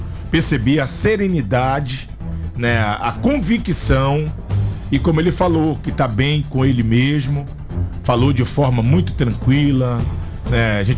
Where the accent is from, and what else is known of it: Amapá, Brazil